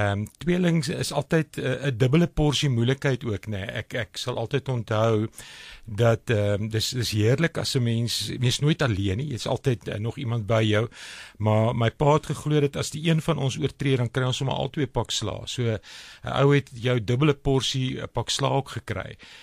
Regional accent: Kempton Park, Gauteng, South Africa; Ek is in Kempton Park. Ek het in Kempton Park groot geword.

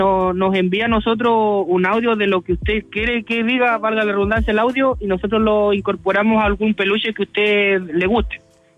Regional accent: Llanquihue, Los Lagos, Chile; No, yo soy oriundo de Llanquihue.

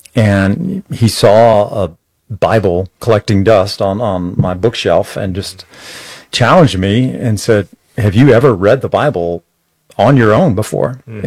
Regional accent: San Antonio, Texas, United States; I grew up here in San Antonio

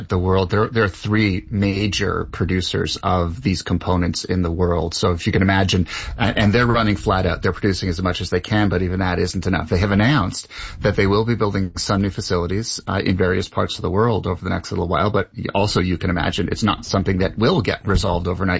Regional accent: Canada; Lovely being Canadian

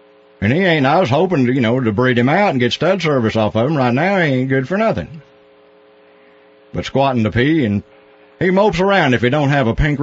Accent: Tahlequah, Oklahoma, United States; Tahlequah, north of Tahlequah.

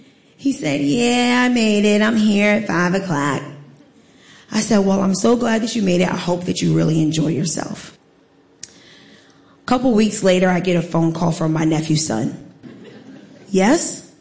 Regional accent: Staten Island, New York, United States; I'm from Staten Island, but I'm an 8th generation direct descendant from Sandy Ground.

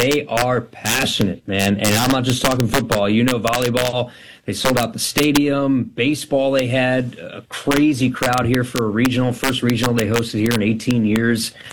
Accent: New Jersey, United States; moved away as an adult; born and raised in New Jersey, I went to a small college

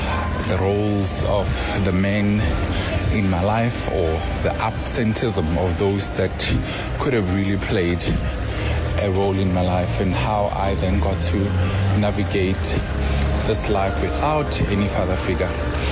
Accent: Mpumalanga, South Africa; I grew up in a small village called Masube, Pankop in Mpumalanga, and I think that's where the story of my life got all of its ingredients and the spices to make me who I am.

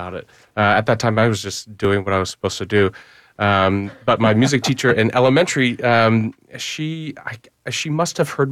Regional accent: Katy, Texas, United States; I grew up in Katy. We were not a musical household, but I really wanted to learn how to play piano.

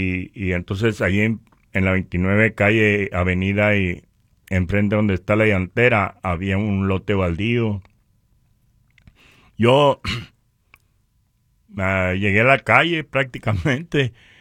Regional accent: Puerto Peñasco, Sonora, Mexico; yo me crié en Puerto Peñasco.

